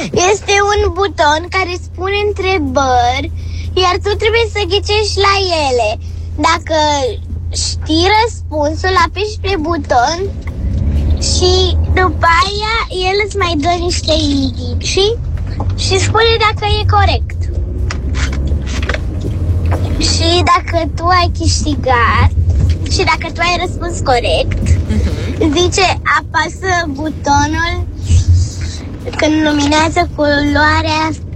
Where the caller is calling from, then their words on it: Bucharest, Romania; din București și am 6 ani.